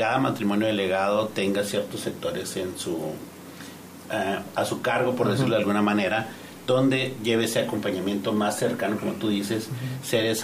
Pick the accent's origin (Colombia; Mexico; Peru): Mexico; Chihuahua; moved away as an adult; now in Ciudad Juárez, Mexico; Nosotros venimos de Chihuahua, somos una familia que somos de Chihuahua.